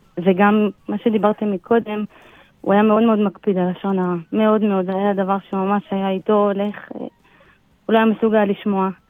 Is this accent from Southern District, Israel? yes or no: no; Jerusalem, Jerusalem District, Israel; מירושלים.